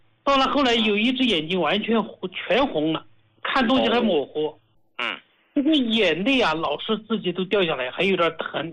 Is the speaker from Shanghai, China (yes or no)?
no; Hubei, China; 我是湖北人，